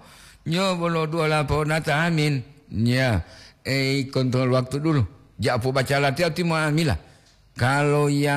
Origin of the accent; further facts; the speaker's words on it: Kotamobagu, North Sulawesi, Indonesia; Assalamualaikum, saya dari Kota Mubagu.